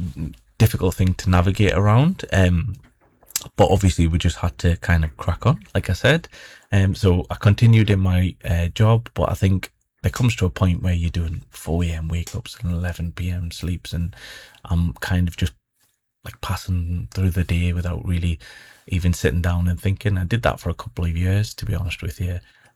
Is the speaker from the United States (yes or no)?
no; Sunderland, North East England, United Kingdom; obviously born and bred in the Northeast. I'm actually born in Sunderland. Apologies for that, guys, but born and bred in Sunderland, grew up there.